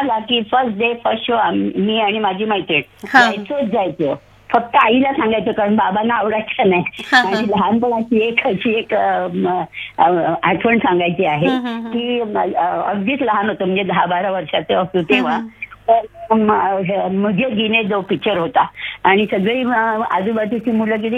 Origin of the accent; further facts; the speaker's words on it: Mumbai, Maharashtra, India; moved away as an adult; now in Dombivli, India; माझं माहेर बँड्रा आहे।